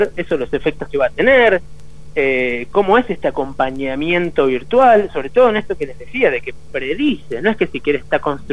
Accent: Argentina; nosotros somos argentinos

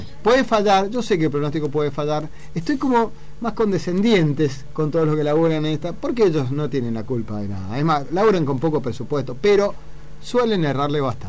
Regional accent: Argentina

